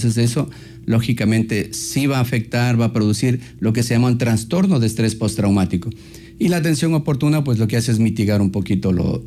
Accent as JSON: {"language": "Spanish", "country": "Ecuador", "said": "como ecuatorianos nosotros hemos vivido ya un terremoto"}